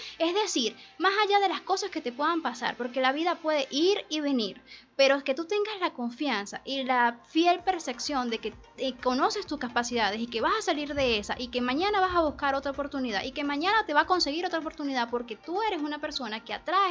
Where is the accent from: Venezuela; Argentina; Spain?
Venezuela; Ese antes, ese luego afuera y ese volver a Venezuela y volver a creer en mi país y volver, es que me permite estar hoy acá sintiéndome orgullosa de decidir quedarme en mi país